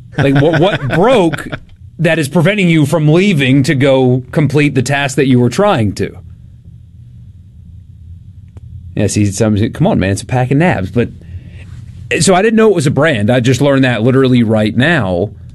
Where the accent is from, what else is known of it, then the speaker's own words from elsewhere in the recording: Deep South, United States; I have lived in the Deep South my entire life.